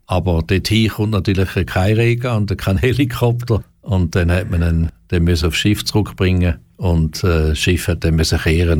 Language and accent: German; Romanshorn, Thurgau, Switzerland; ich habe als Bub in Romanshahn schon elektrische Sachen gebaut und verkauft